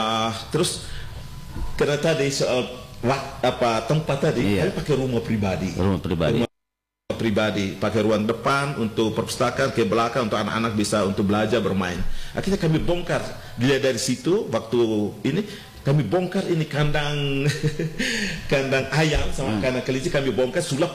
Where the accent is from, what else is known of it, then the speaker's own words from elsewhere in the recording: Wamena, Highland Papua, Indonesia; kami budaya kami orang Wamena